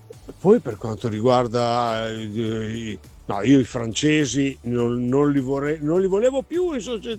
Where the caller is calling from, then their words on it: Imola, Emilia-Romagna, Italy; da Imola.